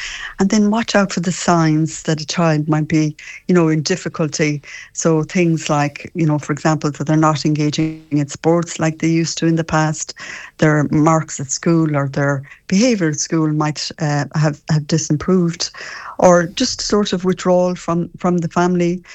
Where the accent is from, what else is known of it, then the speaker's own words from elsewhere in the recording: Connacht, Ireland; Yeah, I'm from just outside Tourin, a little village called Shamwala, so it's such a pleasure to be on this morning.